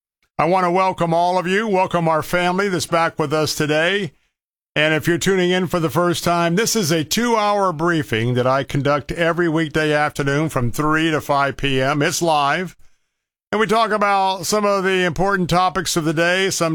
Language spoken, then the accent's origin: English; Tampa, Florida, United States; broadcasting all across Central Florida from our studios in my hometown of Tampa, Florida.